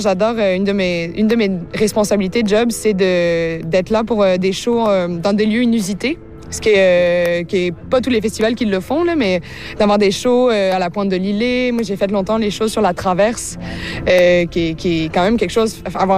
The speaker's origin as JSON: {"language": "French", "region": "Réunion", "country": "France", "tie": "born or raised there", "said": "Je suis originaire de la France. J'ai grandi à l'Île-la-Réunion."}